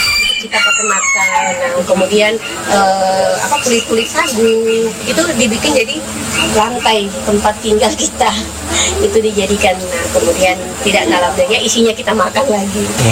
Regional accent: Papua, Indonesia; menceritakan tentang kehidupan kita orang Papua

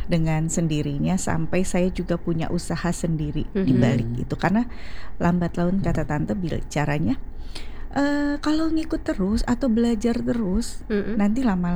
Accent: Lampung, Indonesia; Sebetulnya saya asli orang Lampung, tapi saya punya suami dan keluarga orang Lampung, orang Jawa.

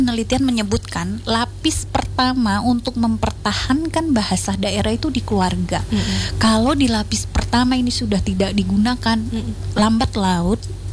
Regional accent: Lampung, Indonesia; saya Lampung tapi saya menikah dengan suami yang bersuku Medan

